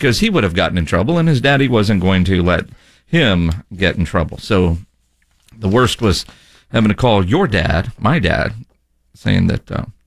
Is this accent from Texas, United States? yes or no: yes; Copperas Cove, Texas, United States; Well, I mean, growing up in Copper's Cove, Texas, the son of the Ford dealership for our senior prank, he took the master key.